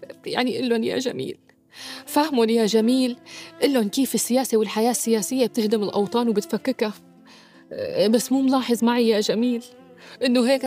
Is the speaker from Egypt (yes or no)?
no; Syria; إيه الله يسامحك يا دكتور، الله يسامحك، هيك بتعمل فينا كسوريين؟